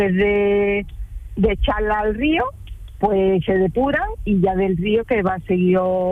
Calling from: Alhaurín el Grande, Andalusia, Spain; voy para Manilva, soy de los Dinger Grande, y estoy aquí en la carretera que empieza para Ojem.

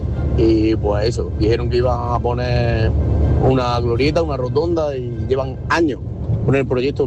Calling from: Montemayor, Andalusia, Spain; Mi pueblo es Montemayor, en Córdoba.

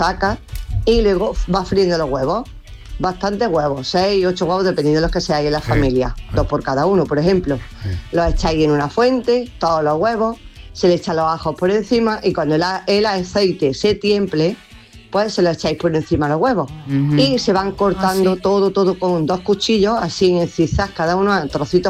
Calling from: Andújar, Andalusia, Spain; desde Sevilla, aunque soy de Andújar.

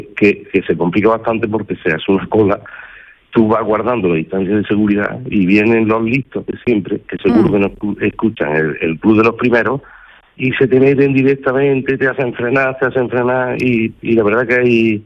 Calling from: Córdoba, Andalusia, Spain

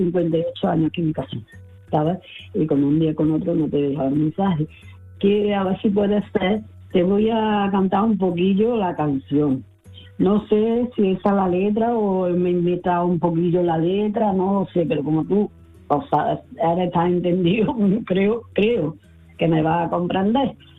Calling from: Córdoba, Andalusia, Spain; de Córdoba.

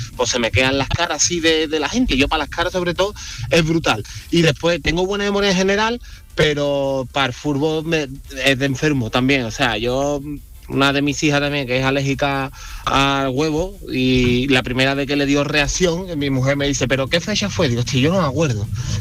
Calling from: Seville, Andalusia, Spain; de Sevilla.

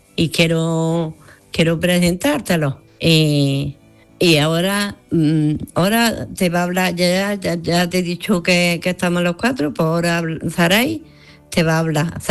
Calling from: Granada, Andalusia, Spain

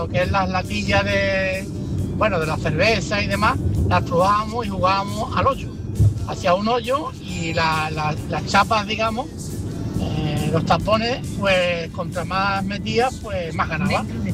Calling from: Cádiz, Andalusia, Spain; Hola, buenas tardes, Javier. Buenas tardes a todos. … de Cádiz.

